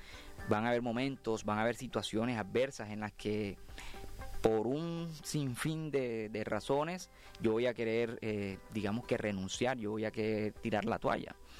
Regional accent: Colombia; now in Córdoba, Colombia; nosotros como latinoamericanos, colombianos

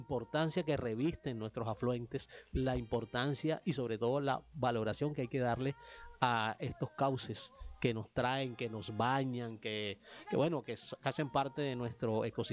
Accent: Córdoba, Colombia; tiene un dejo de identidad y de lo que somos los cordobeses

